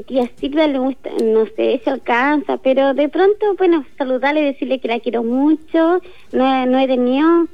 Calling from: Maquehue, Araucanía, Chile

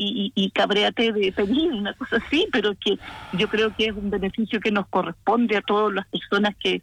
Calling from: Aysén, Chile; De por acá, por sector Lago... Bueno, camino Lago La Paloma, sector Villa Frey.

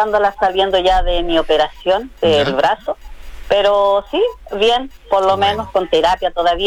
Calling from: Illapel, Coquimbo, Chile; nosotros los yapelinos

